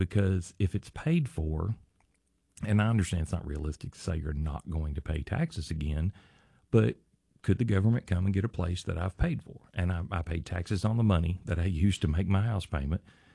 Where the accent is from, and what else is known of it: Saline County, Arkansas, United States; born or raised there